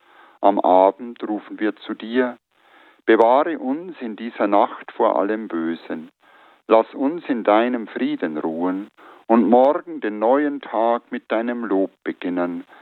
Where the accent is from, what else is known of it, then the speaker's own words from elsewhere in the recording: Bavaria, Germany; Bei uns in der Oberpfalz, in der Diözese Regensburg